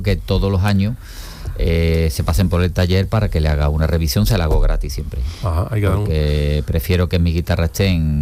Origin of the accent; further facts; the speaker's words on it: Cádiz, Andalusia, Spain; toda la familia somos gaditanos.